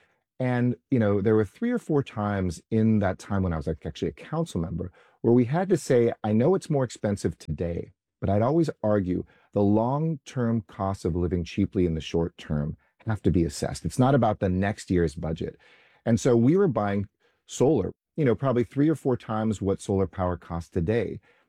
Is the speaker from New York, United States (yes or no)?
no; Los Angeles, California, United States; from growing up in Los Angeles, where we were the smoggiest city in America with the worst pollution